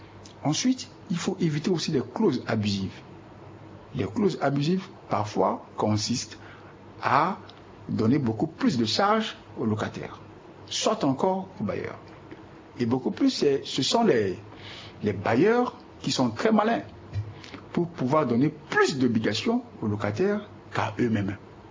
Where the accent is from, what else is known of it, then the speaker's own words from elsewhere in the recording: Central African Republic; chez nous, en République centrafricaine